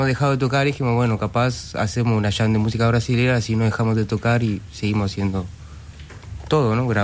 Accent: Artigas, Uruguay; nosotros, Roma y yo somos de Artigas, Joaquín también, que le mandamos un saludo, que no pudo venir. También en Artigas, Arlet es de Rivera, y tal, crecimos en frontera, entonces tenemos mucha influencia de la música brasilera

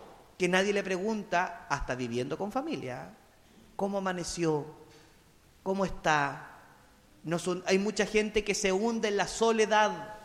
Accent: Chile; Pero típico que somos antes del partido, todos somos chilenos y la roja de todos.

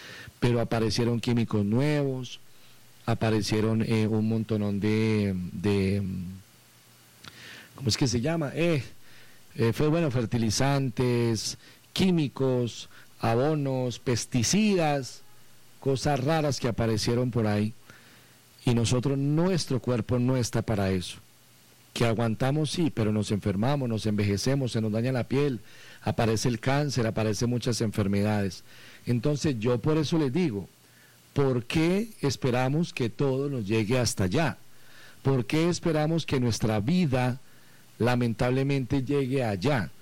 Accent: Colombia; nosotros, como buenos colombianos

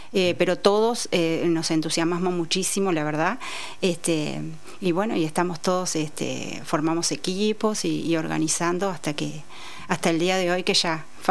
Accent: Rosario, Santa Fe, Argentina; moved away as an adult; now in Barker, Argentina; Yo soy oriunda de Rosario, pero bueno, hace 26 años que estoy en Barker

